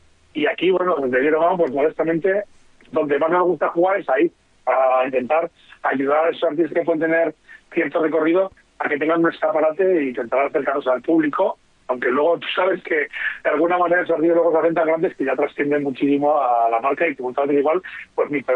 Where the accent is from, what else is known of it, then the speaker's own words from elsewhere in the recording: Navarre, Spain; somos de provincias y al final soy navarro y al final he vivido en capitales de provincia.